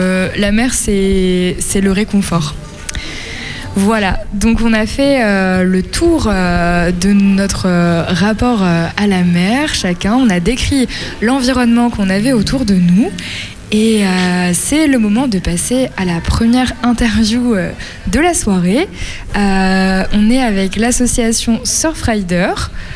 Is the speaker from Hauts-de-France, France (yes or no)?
yes; Hauts-de-France, France; born there; depuis l'enfance où je suis née en Picardie, mais où j'avais quand même toutes mes vacances au Guilvinec chez ma mamie.